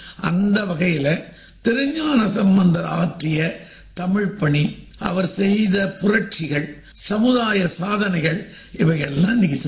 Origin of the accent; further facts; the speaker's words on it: Chidambaram, Tamil Nadu, India; சிதம்பரமே தான். அங்க இருந்து கொண்டு தமிழ் பணிய இறை பணியும் செய்கிறேன்.